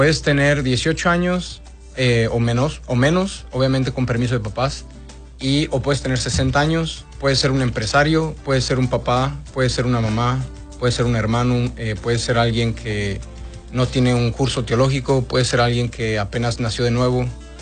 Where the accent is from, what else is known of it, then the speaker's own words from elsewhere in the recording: Mexico; Yo como mexicano